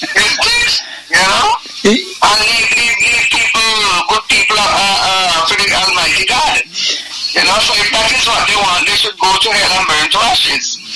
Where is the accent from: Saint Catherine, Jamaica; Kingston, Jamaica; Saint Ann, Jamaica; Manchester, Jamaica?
Saint Ann, Jamaica; Whenever I go to Jamaica, I go to St. Anne, where I come from.